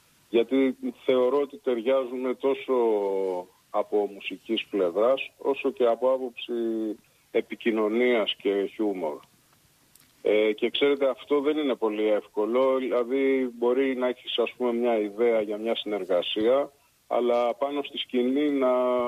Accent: Piraeus, Attica, Greece; born there

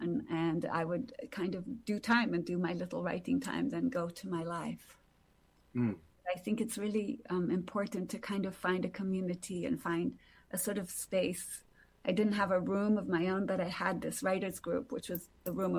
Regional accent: Brazil; moved away; growing up in Brazil, which is a country full of inequalities

